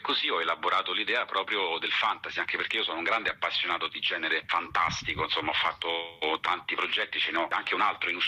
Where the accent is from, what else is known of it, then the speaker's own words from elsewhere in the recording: Apulia, Italy; moved away; io sono pugliese di origine